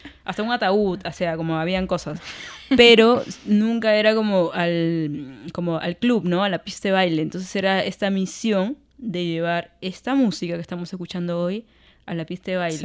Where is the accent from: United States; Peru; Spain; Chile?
Peru; Lima; en Perú, donde yo soy, de Lima